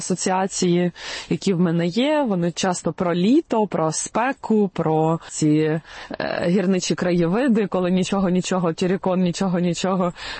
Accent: Donetsk Oblast, Ukraine; born there; moved away; also born or lived in Crimea; бо Донеччина – це місце народження моєї мами, бо мій батько з Бессарабщини, з Південно-Західної Одещини. І частину дитинства я провела в Криму.

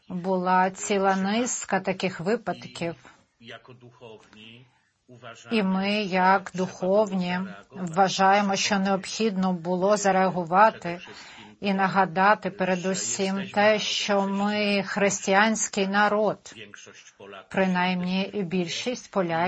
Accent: Subcarpathian Voivodeship, Poland; я родом із Підкарпаття, з південно-східної частини Польщі. Більш-менш моя місцевість знаходиться приблизно 30 кілометрів від кордону із Словаччиною, 80-90 з кордоном з Україною.

